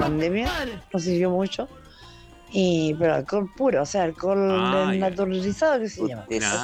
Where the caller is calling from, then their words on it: Quilpué, Valparaíso, Chile; de Quilpué.